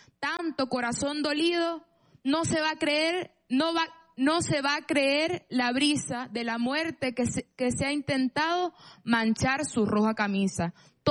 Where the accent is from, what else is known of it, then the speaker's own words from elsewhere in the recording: Monagas, Venezuela; moved away; en un pueblito de donde yo vengo, de Monagas